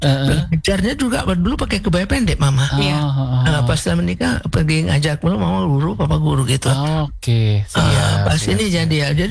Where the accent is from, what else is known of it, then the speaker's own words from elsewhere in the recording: West Sumatra, Indonesia; Kalau kita Minang enggak pakai batik di bawah.